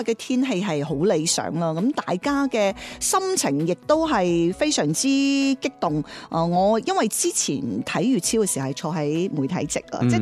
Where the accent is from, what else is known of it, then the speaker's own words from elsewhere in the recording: Jiangmen, Guangdong, China; 我家乡江门